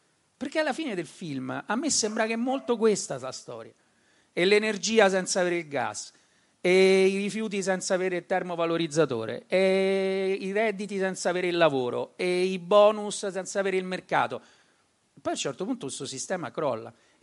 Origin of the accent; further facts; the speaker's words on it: Rome, Lazio, Italy; io vengo da Roma